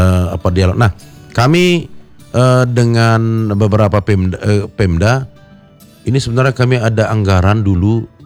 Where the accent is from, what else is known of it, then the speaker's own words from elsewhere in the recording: Medan, North Sumatra, Indonesia; now in Bogor, Indonesia; saya dari Medan asli loh, Mbak.